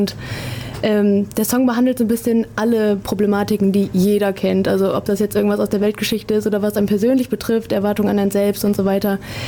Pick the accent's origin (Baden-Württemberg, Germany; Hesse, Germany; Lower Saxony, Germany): Hesse, Germany; Eschwege; Ich komme aus Eschwege